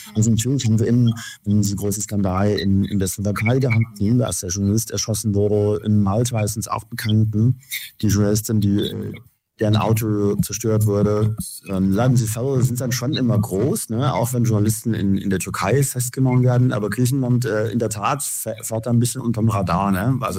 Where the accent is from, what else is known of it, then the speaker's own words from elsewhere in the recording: Saxony, Germany; born there; Ich bin ja gebürtiger Sachse und habe auch in Sachsen berichtet